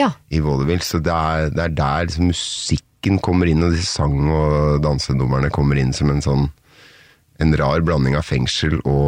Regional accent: Nittedal, Akershus, Norway; Her kommer jeg vokste opp I Nittedal.

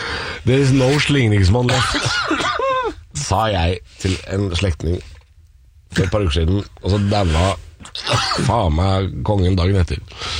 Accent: Drammen, Buskerud, Norway; Jeg er fra Drammen.

